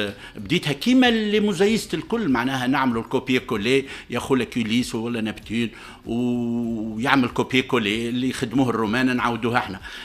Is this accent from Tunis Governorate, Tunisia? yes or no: no; Mellita, Medenine, Tunisia; مليطة، مليطة الأبية، مليطة أصلي مليتا. أنا انطلقت من مليتا ثم من جزيرة جربة ثم احنا توانسة. احنا تونس